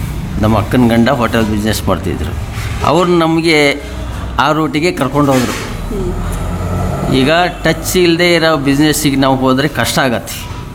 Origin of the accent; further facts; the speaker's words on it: Hanagere Katte, Karnataka, India; also born or lived in Shivamogga; ನಾವು ಹುಟ್ಟಿದ್ದು ತೀರ್ಥಹಳ್ಳಿ ತಾಲೂಕು ಹಣಗೇರಿ ಕಟ್ಟೆ ಅನ್ನೋ ಊರಲ್ಲಿ.